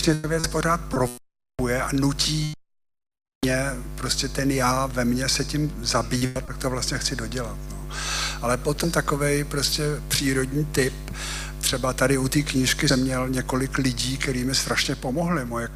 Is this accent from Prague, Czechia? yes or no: yes; Prague, Czechia; A my jsme vyrůstali na Malý Straně